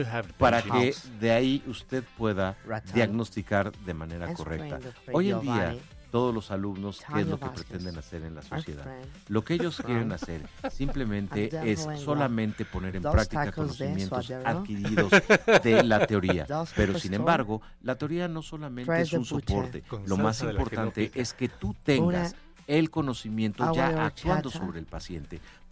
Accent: Puebla, Mexico; Nosotros como poblanos

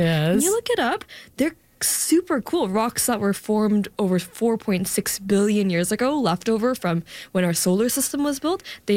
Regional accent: South Korea; I grew up in Korea for most of my childhood, and it really was being in a little bike, running around with my friends, chasing after my cousins.

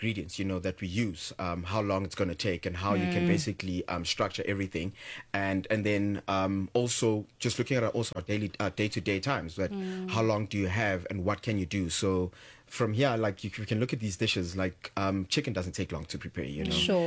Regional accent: Soweto, Gauteng, South Africa; I'm born and bred in Middleland, Soweto

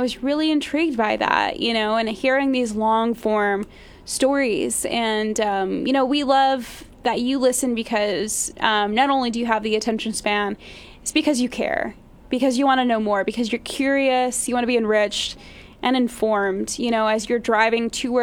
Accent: El Paso, Texas, United States; That's right. Yes, I'm from El Paso.

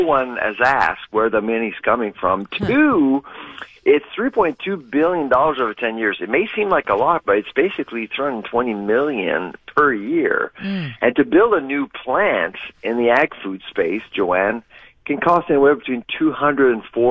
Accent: Quebec, Canada; I mean, I'm from Quebec, and, of course, Quebecers love love their meat, chicken, pork, and beef, great products out there.

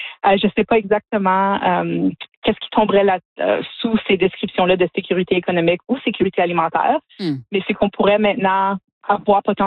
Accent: Sudbury, Ontario, Canada

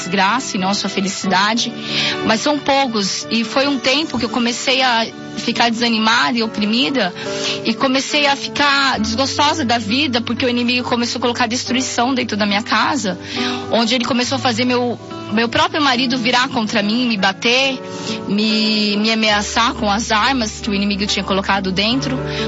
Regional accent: Bom Jesus dos Perdões, São Paulo, Brazil; sou da cidade de Bom Jesus Perdões, no interior de São Paulo.

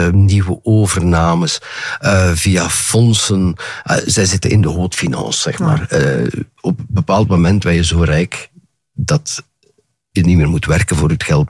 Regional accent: Flanders, Belgium; ik als Limburger

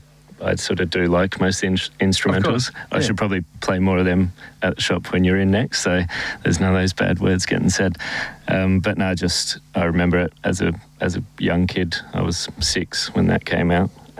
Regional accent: Adelaide, South Australia, Australia; also born or lived in Mildura / Riverland / Darwin; now in Geelong, Australia; I was born in Mildura, lived in Adelaide with both my parents. Dad moved up to the country. He was a shearer. So I ended up living a bit of my life in Adelaide, and then a bit up in the Riverland in Wakery

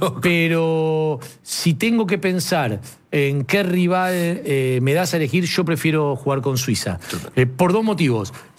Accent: Argentina

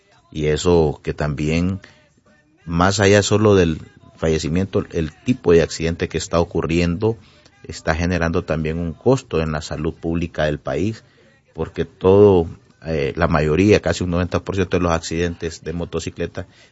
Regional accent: Honduras

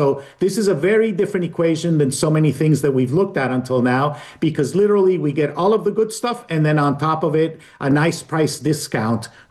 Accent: Colombia; moved away; I'm originally from Colombia

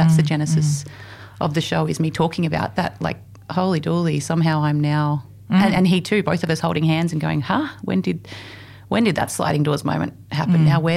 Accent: Sydney, New South Wales, Australia; now in Alice Springs, Australia; But I was born and raised on Darug country in Western Sydney, so Burramattagal people down that way.

